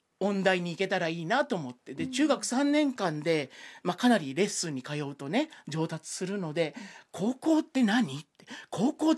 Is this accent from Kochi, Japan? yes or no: yes; Sukumo, Kochi, Japan; あの高知県の宿毛ってすごく小さな田舎町で、あの素敵なところなんですけど、なんせそのオペラとかクラシックとか普通の歌謡曲の歌手だってなかなか来ていただけないぐらい田舎で、あのそこで生まれ育ったもので